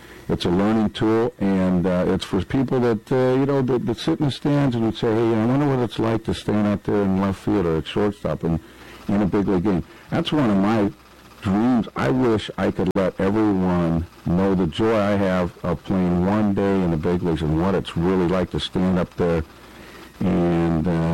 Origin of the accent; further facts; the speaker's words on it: California, United States; Could have played first base for the Dodgers, my hometown team, and all that kind of stuff.